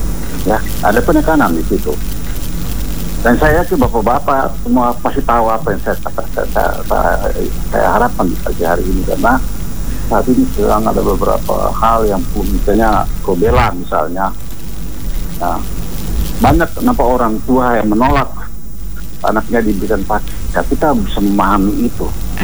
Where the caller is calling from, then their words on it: Yogyakarta, Special Region of Yogyakarta, Indonesia; Dari jauh salam saya dari Kota Jogja untuk semua di Pak-Pak.